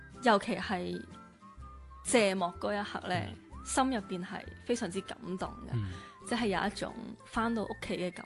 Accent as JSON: {"language": "Cantonese", "country": "Macau", "tie": "born or raised there", "said": "我同麦思玉一样，都系土生土长嘅澳门人，跟住出去打拼拼搏"}